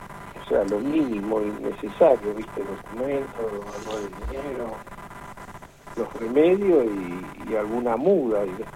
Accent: Carmen de Areco, Buenos Aires Province, Argentina; Carmen de Areco.

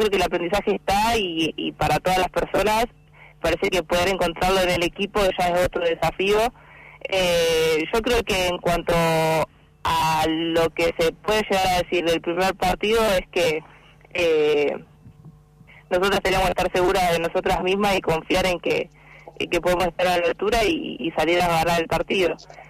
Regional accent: Puerto Madryn, Chubut, Argentina; Yo soy de Madrid.

